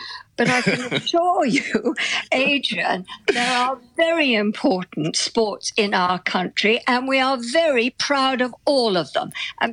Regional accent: United Kingdom; we're British.

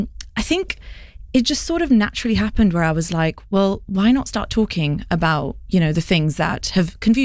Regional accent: Barcelona, Catalonia, Spain; moved away as an adult; now in London, United Kingdom; I grew up in Barcelona and I moved to London 14 years ago.

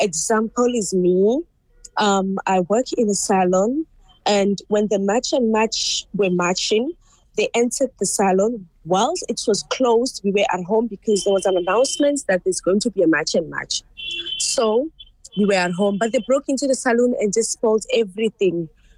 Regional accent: South Africa; I grew up here in South Africa. My grandmother was a teacher here in South Africa, and I stayed with her. So I grew up here in South Africa. I didn't grow up in Ghana

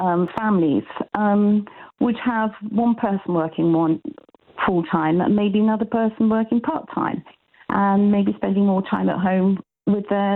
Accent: United Kingdom

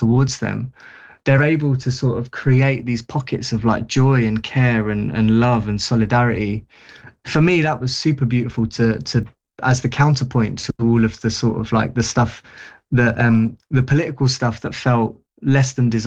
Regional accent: London, United Kingdom; where I grew up in South London.

